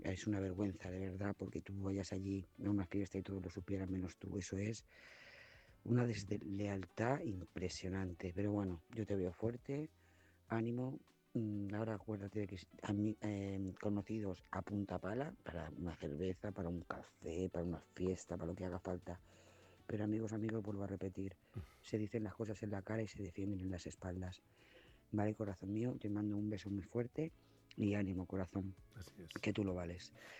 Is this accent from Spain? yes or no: yes; Lloret de Mar, Catalonia, Spain; de Lloret de Mar